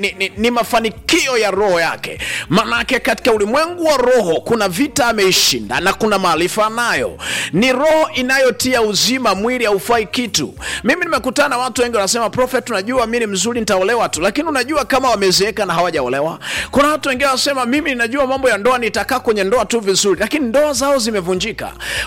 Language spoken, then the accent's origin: Swahili; Iringa, Tanzania; born there; moved away as an adult; now in Dar es Salaam, Tanzania; Nimetokea Dar es Salaam, nimekuja mpaka Iringa mjini, japo ni mwenyeji wa Iringa tu, ninalo kanisa hapa Iringa, nina washirika wengi pale Mafinga na hata Ilula pia nina washirika wengi sana. Nimekaa hapa Iringa takriban miaka 10